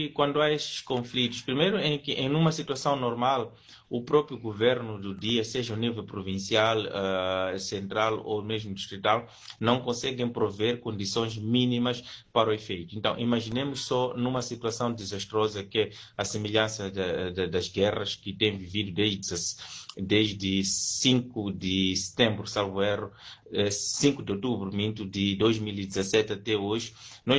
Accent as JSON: {"language": "Portuguese", "country": "Mozambique", "said": "numa situação em que nós deveríamos, como moçambicanos, irem buscar auxílio nisso."}